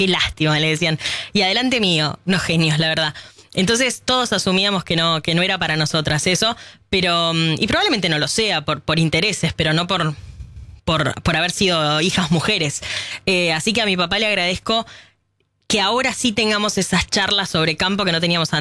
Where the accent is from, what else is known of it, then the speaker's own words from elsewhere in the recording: Carlos Tejedor, Buenos Aires Province, Argentina; moved away; me revinculó con Tejedor, que acá lo menciono mucho y los oyentes ya lo saben, que es mi pueblo.